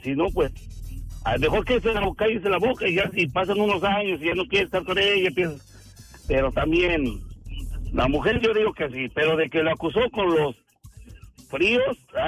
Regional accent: Hidalgo, Mexico; Allá donde soy yo de Hidalgo.

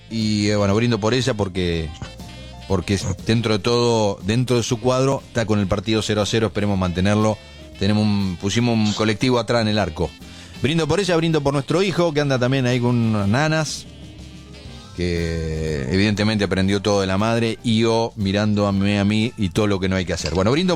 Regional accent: Argentina; Cometemos, somos argentinos, además

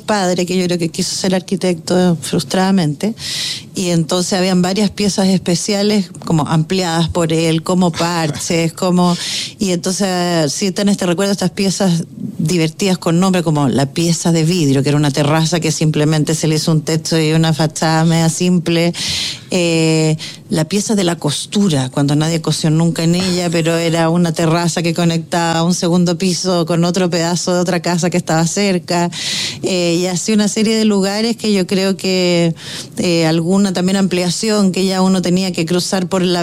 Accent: Santiago, Santiago Metropolitan Region, Chile; yo crecí en Providencia, en una calle entre como Antonio Varas, Pedro Valdivia, lo que aquí se llama la Ciudad Jardín

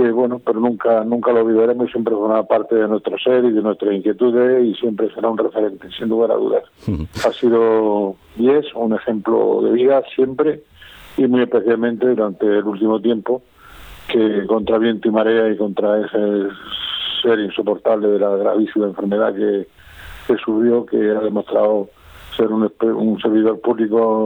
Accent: Region of Murcia, Spain; seguir diciendo que somos murcianos

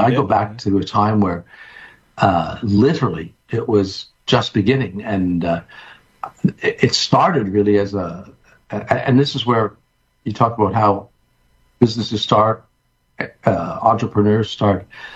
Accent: Quebec, Canada; also born or lived in Plattsburgh, United States; I'm from Southern Quebec, but I grew up, I was born just across the border in Plattsburgh, New York, so I had both citizenships.

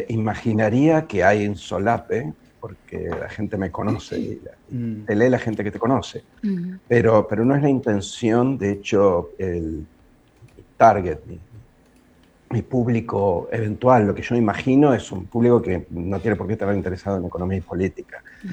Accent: Buenos Aires, Argentina; porque yo soy muy porteño, porque he vivido toda mi vida acá y he intentado fugarme de Buenos Aires varias veces y siempre regreso.

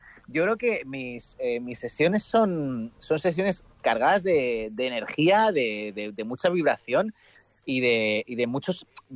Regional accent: Basque Country, Spain; Soy euskaldún. Un poco de rebote porque mis raíces están en Mallorca, pero soy euskaldún a mucha honra, desde luego.

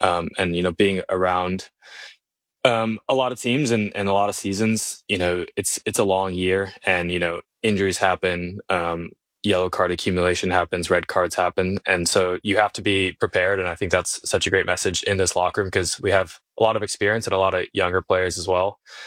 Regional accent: Minnesota, United States; born there

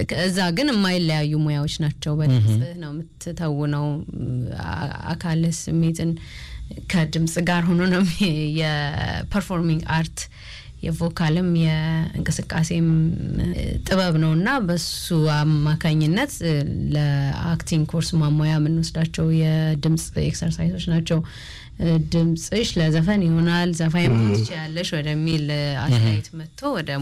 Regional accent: Bale, Oromia, Ethiopia; now in Addis Ababa, Ethiopia; ተወልጄ ያደግኩት ባሌ ነው፣ ባሌ ክፍለ ሀገር። ከዛ ወደ አዲስ አበባ ለትምህርት ነው የመጣሁት።

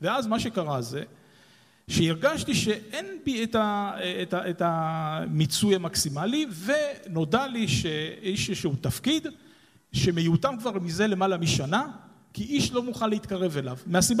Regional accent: Bat Yam, Tel Aviv District, Israel; born there; also born or lived in Ashkelon / Georgia

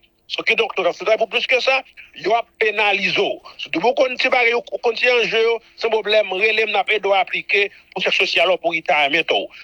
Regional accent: Haiti; Sur l'autre côté, on est haïtien, eh bien, nous, nous sommes capables.

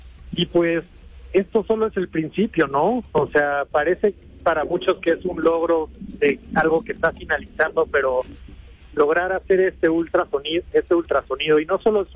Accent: Mexico; aquí en México, pues es algo que como mexicanos nos corresponde, ¿no?

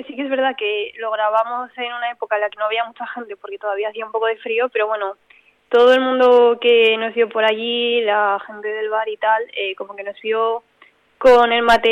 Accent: Villamediana de Iregua, La Rioja, Spain; also born or lived in Madrid; soy de Villamediana, sí que soy de La Rioja. Pero bueno, yo estudié la carrera en Madrid

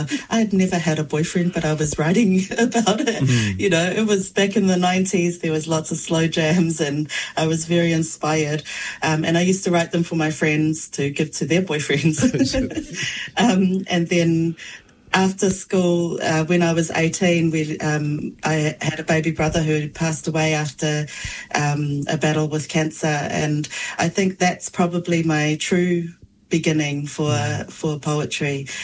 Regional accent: Wellington, New Zealand; also born or lived in Samoa; Yes, I was born in Samoa and then raised in Te Whanganui Atara in Kilburnie in Wellington. And my family is from Whale Alupo, Satupaitea, in Sawa'i and Malaila.

